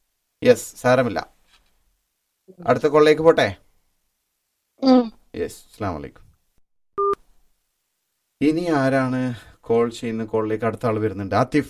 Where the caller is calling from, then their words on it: Edavanna, Kerala, India; പത്തപ്പെരിയം, മലപ്പുറം ജില്ലയിലെ എടവണ്ണ.